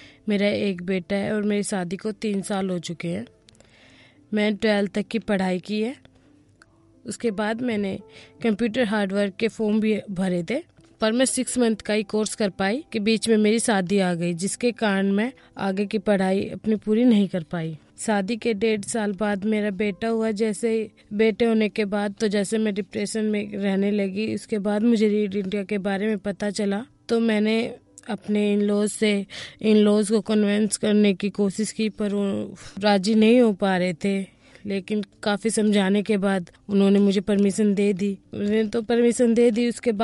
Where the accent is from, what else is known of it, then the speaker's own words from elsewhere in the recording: Agra, Uttar Pradesh, India; मैं आगरा से बिलोंग करती हूँ।